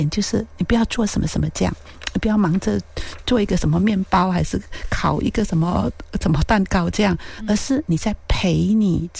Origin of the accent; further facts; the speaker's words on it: Bilut, Pahang, Malaysia; 我来自彭亨玻璃口新村，我们村里头有一个民众图书馆，65年的民众图书馆